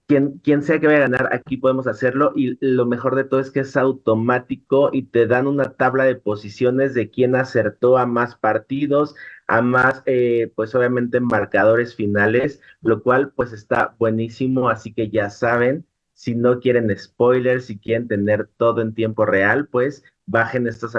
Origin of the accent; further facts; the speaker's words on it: Mexico; como buenos mexicanos que somos